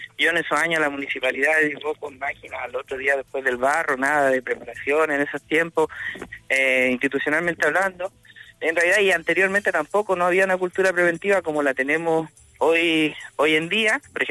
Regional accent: Tierra Amarilla, Atacama, Chile; nacido y criado en Tierra Amarilla, al frente del río, así que conozco aquí bien mi territorio.

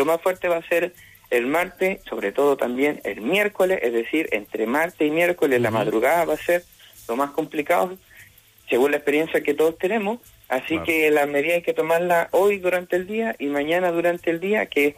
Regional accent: Chile; now in Tierra Amarilla, Chile; y más como chileno y chilena, nosotros sabemos reponernos

